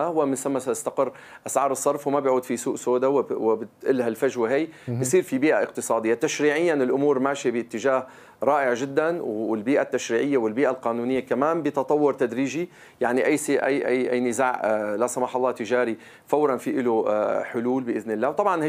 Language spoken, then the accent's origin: Arabic; Syria; عن بلدنا سوريا